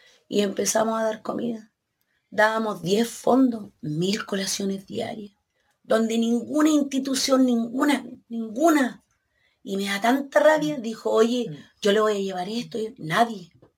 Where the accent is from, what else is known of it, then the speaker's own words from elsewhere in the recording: Lirquén, Biobío, Chile; a mi pueblo a ayudarnos. Y no vi municipalidad, no vi gobierno, no vi nada, nada. Oye, yo, a mí me llamó la atención un momento, andábamos, parecíamos, no sé, alma en pena, todo Lirquén